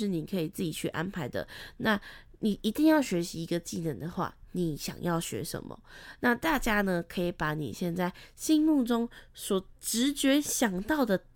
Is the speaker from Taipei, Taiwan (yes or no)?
no; Kaohsiung, Taiwan; moved away as an adult; 我本身是高雄人